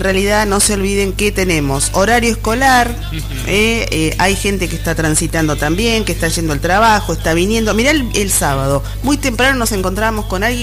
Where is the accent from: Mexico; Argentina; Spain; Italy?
Argentina; los argentinos somos intensos